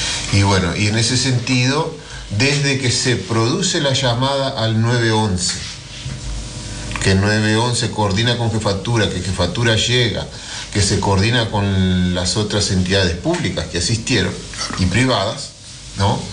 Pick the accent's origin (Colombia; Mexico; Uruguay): Uruguay; Durazno; born there; moved away as an adult; Yo hace más de un año que me radiqué aquí, yo era de Durazno, yo nací en Ruta 5 y Morquio